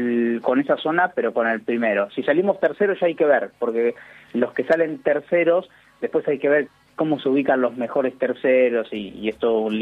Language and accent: Spanish; Argentina